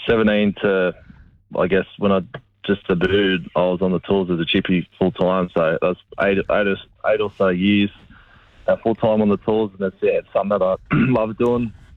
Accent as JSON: {"language": "English", "town": "Newcastle", "region": "New South Wales", "country": "Australia", "tie": "born or raised there", "also_born_or_lived": "Manly", "said": "I grew up in Newcastle. So, yeah, I was born in Manly, and then when I was two, we moved up to Newcastle. So I spent most of my life there."}